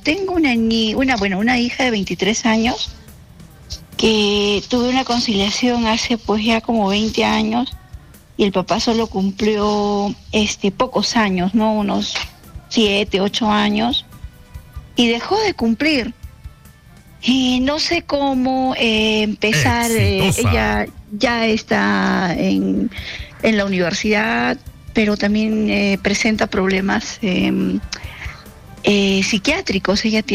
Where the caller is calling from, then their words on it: Arequipa, Peru; Le habla de aquí de Arequipa.